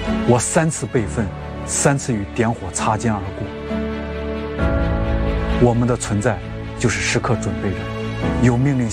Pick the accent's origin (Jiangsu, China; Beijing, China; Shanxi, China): Shanxi, China; born there; moved away as an adult; 我出生在山西太行山区的一个小山村，15岁因家庭变故，我辍学在煤窑工作